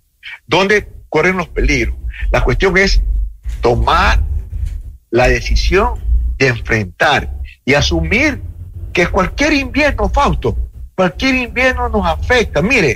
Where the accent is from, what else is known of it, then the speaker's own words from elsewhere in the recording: Guayaquil, Guayas, Ecuador; yo soy de Guayaquil, vivo en Guayaquil, y en 1970 yo vivía en La Chala